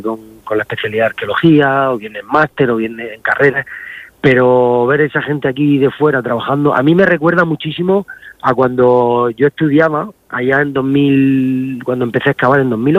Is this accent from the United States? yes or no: no; Santomera, Region of Murcia, Spain; me hace mucha ilusión que eso ya se haya sentado aquí en Santomera, en mi pueblo.